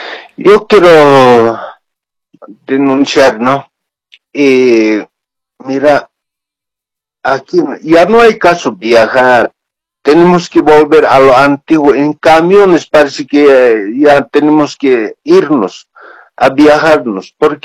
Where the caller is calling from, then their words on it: Cochabamba, Bolivia; Hablo de Cochabamba